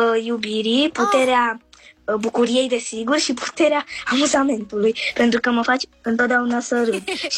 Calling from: Voluntari, Ilfov, Romania; din voluntari, am 8 ani.

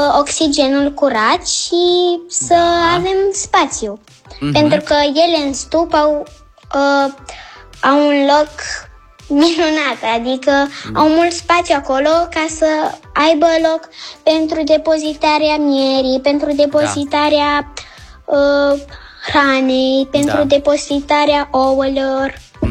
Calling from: Ilfov, Romania; din Ilfov, am 10 ani

